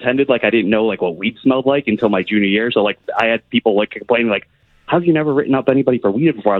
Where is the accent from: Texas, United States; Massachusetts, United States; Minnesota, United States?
Massachusetts, United States; Stoughton; moved away as an adult; now in Bridgewater, United States; Stoughton, originally. Now in Bridgewater.